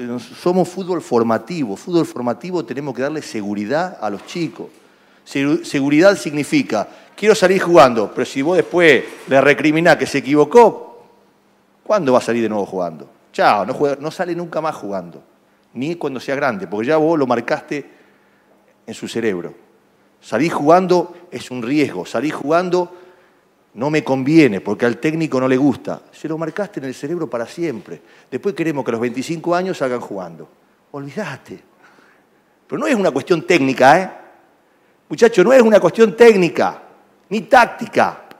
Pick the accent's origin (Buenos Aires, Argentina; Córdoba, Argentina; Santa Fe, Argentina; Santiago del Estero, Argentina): Santa Fe, Argentina; Rosario; yo soy de Rosario, no puedo concebir que Rosario, una ciudad tan futbolera como Rosario